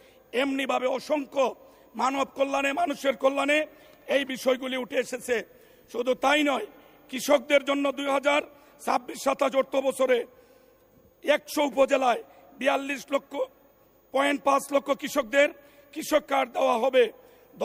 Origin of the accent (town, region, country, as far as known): Habiganj, Sylhet Division, Bangladesh